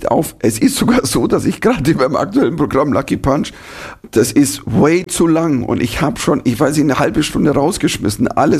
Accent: Germany; Du stehst da als Deutscher in Amerika und in Südafrika.

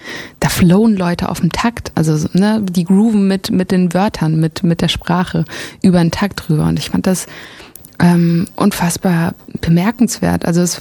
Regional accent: Frankfurt am Main, Hesse, Germany; first language German; Ich bin in Frankfurt am Main geboren, richtig.

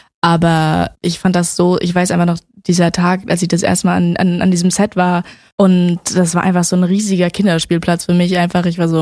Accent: Berlin, Germany; come on, ich komme aus Berlin.

